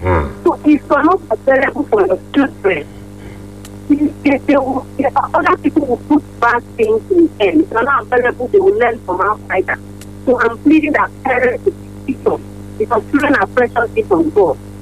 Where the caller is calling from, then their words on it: High Level, Benue, Nigeria; I'm calling from High Level.